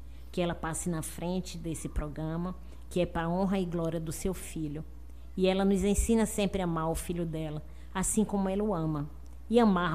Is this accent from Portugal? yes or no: no; Brazil; Somos brasileiros e estamos aí.